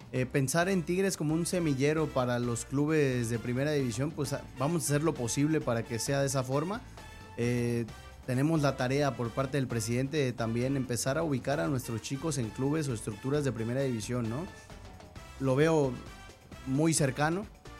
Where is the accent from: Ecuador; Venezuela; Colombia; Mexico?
Mexico; Quintana Roo; born or raised there; now in Nayarit, Mexico